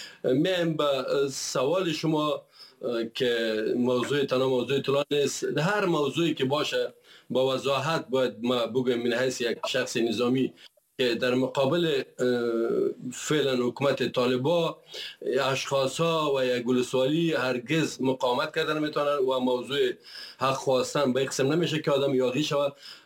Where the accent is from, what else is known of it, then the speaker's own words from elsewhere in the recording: Afghanistan; ما افغان هستم